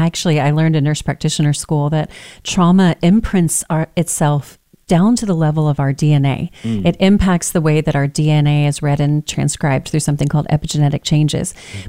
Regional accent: Texas, United States; Well, first of all, that I'm a little bit Southern. I'm a Texan, born and raised, and hence the mama.

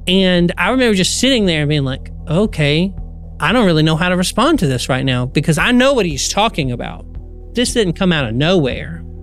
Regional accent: Georgia, United States; moved away; I'm from Georgia, so I wasn't totally unfamiliar with racism.

